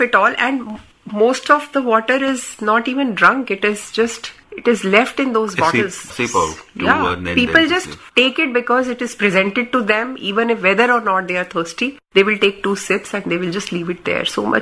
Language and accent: English; Delhi, India; born or raised there